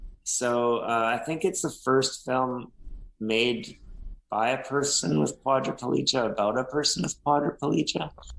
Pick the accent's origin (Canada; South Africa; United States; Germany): Canada; I'll tell people I'm from Canada